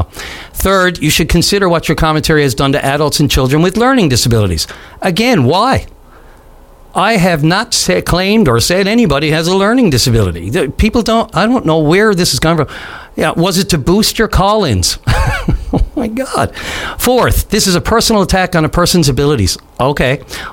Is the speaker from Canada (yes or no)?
yes; Newfoundland and Labrador, Canada; I was offended as a Newfoundlander because I was there.